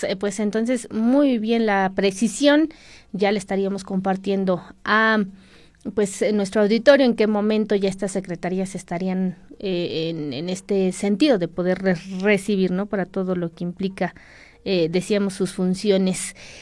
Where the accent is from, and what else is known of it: Mexico